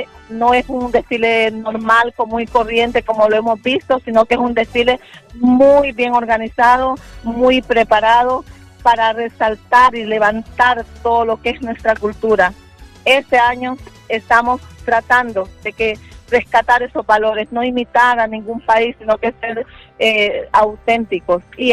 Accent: Honduras; Tenemos nosotros como hondureños que engrandecer nuestra patria.

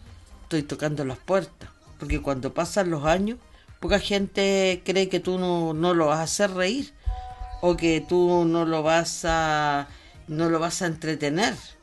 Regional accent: Chile; somos chilenos

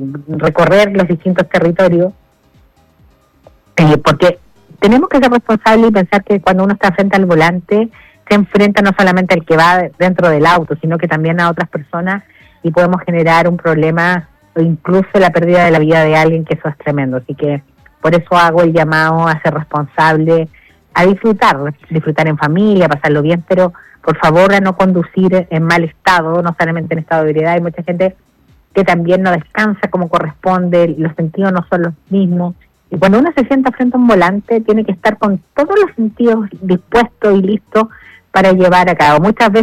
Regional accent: Chile; somos todos uno, somos todos chilenos

